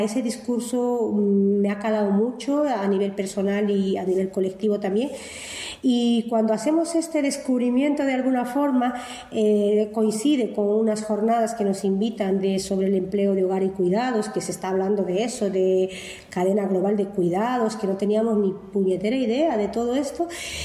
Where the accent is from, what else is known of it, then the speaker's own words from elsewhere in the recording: Bolivia; moved away as an adult; haber salido de Bolivia, con dos criaturas que no habían decidido salir